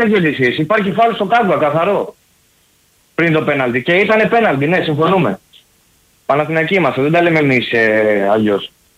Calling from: Crete, Greece; είμαι από τις Γιουχές. Έχουμε ξαναμιλήσει, που μένω Κρήτη μόνιμα.

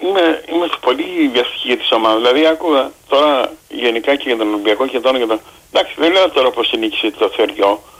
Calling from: Chania, Crete, Greece; Εγώ είμαι από Χανιά.

